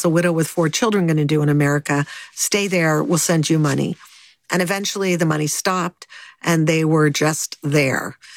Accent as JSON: {"language": "English", "town": "Los Angeles", "region": "California", "country": "United States", "tie": "born or raised there", "said": "I grew up in the Hollywood Hills."}